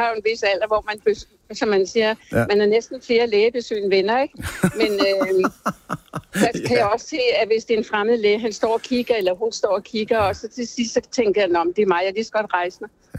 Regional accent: Copenhagen, Capital Region of Denmark, Denmark; born there; Jeg er født i Valby

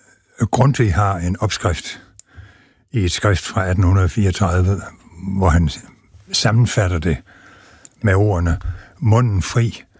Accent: Region of Southern Denmark, Denmark; i Sønderjylland, der hvor jeg stammer fra.

